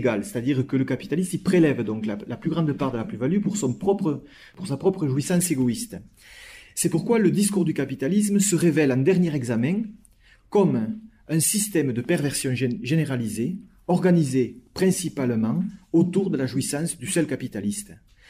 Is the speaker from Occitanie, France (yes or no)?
yes; Mazamet, Occitanie, France; Moi, je suis originaire de Mazamet, dans le Tarn, qui est une ville protestante, et mes ancêtres étaient patronnes d'usines, donc je sais de quoi je parle, protestants.